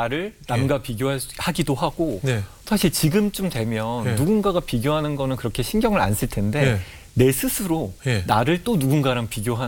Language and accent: Korean; South Korea; 뭐 사실 뭐 대한민국에서 태어나서 성장을 한다는 건 눈 떴을 때부터 항상 그 비교를 당하는 그런 삶인 것 같아요.